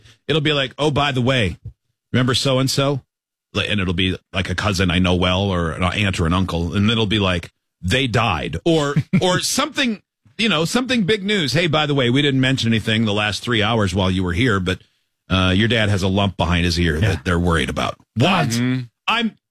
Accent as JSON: {"language": "English", "region": "Midwest", "country": "United States", "tie": "born or raised there", "said": "I grew up in the Midwest and I hate it."}